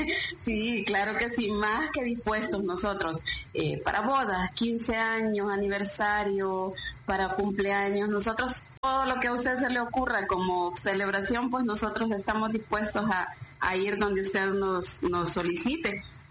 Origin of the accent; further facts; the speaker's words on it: El Salvador; Nuestro fuerte siempre ha sido el tropical, ese ha sido nuestro género más fuerte, como típico salvadoreño, ¿verdad?